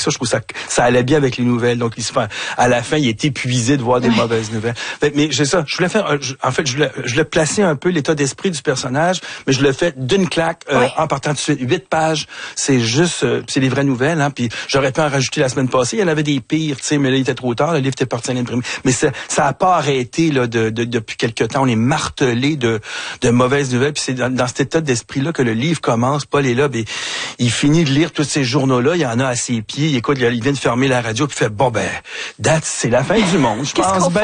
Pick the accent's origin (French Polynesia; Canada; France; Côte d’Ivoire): Canada; Montreal, Quebec; Je suis un vrai Montréalais né ici. J'ai jamais traversé les ponts, mais presque. Tu sais, je suis toujours sur l'île.